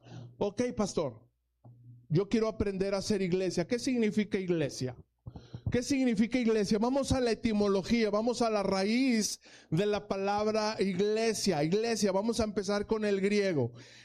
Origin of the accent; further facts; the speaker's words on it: Mexico; Nosotros como ciudadanos mexicanos que asistíamos a una asamblea, dábamos los honores a la bandera, damos los honores a nuestro himno nacional mexicano